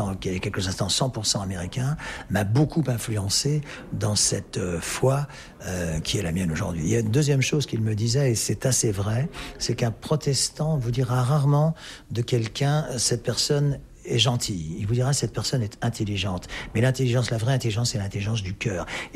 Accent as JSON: {"language": "French", "country": "France", "tie": "born there", "said": "je suis né en France, de mère néerlandaise"}